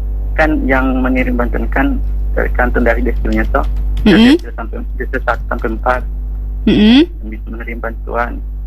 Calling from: Bone, South Sulawesi, Indonesia; Dari Kabupaten Bone.

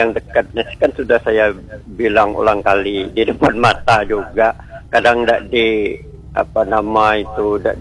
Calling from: Bangka Belitung Islands, Indonesia

